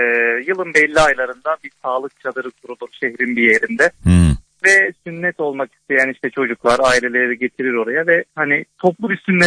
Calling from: Ankara, Turkey; Ankara'dan arıyorum.

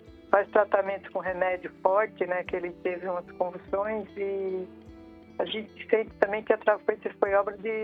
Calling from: São Paulo, Brazil; eu falo aqui do Jardim Colorado, Capão do Imbira, Zona Leste, São Paulo.

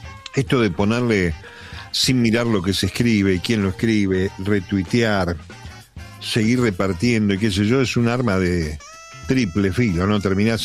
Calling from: Villa Luzuriaga, Buenos Aires Province, Argentina; de Villa Luz Uriaga.

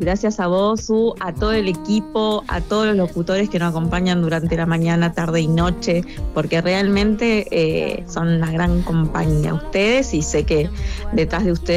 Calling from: Posadas, Misiones, Argentina; Posadas queda en Misiones y bueno, somos muy vecinos de Paraguay

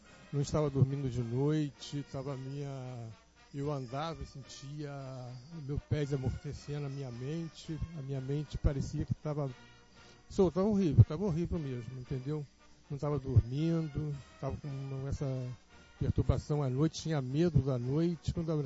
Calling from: Queimados, Rio de Janeiro, Brazil; moro em Queimados.

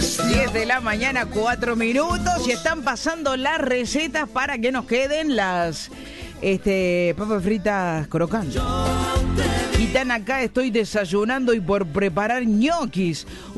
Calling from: Benito Juárez, Buenos Aires Province, Argentina; de Benito Juárez, provincia de Buenos Aires.

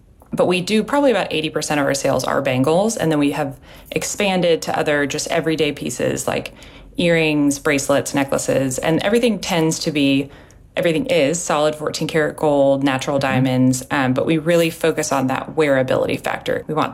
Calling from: Nashville, Tennessee, United States; I'm calling from Nashville, Tennessee.

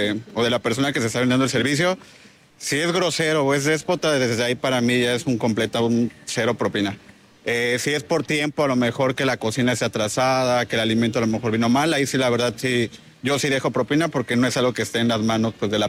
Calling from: Cancún, Quintana Roo, Mexico; También viajo a Cancún, vivo en Cancún

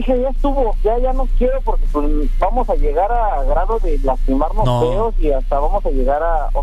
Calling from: Mexico City, Mexico; De acá, de la Gustavo Madero.

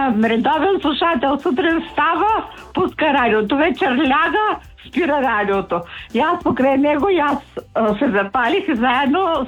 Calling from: Botevo, Yambol Province, Bulgaria; съм от Ямболско село Ботево, се казва селото.

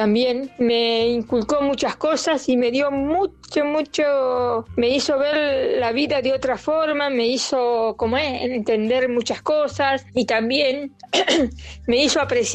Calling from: Berutti, Buenos Aires Province, Argentina; de Beruti.

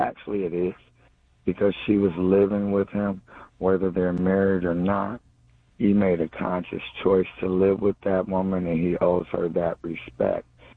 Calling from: Cleveland, Ohio, United States; I'm calling from Cleveland

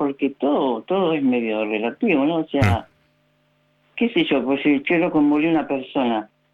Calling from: Pilar, Buenos Aires Province, Argentina; de Pilar, de Buenos Aires.

